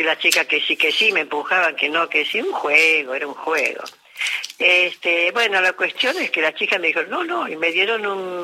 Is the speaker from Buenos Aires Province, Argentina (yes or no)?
yes; Villa Ballester, Buenos Aires Province, Argentina; born there; Yo nací en Buenos Aires